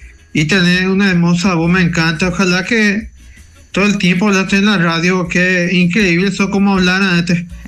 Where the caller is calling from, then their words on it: San Lorenzo, Central, Paraguay; de Barrio Neguido de Ruta San Lorenzo.